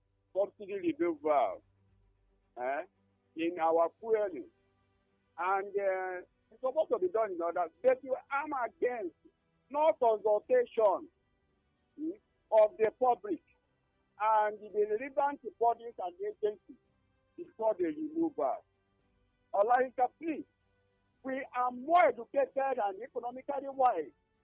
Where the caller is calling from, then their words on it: Delta, Nigeria; I'm calling from Isoko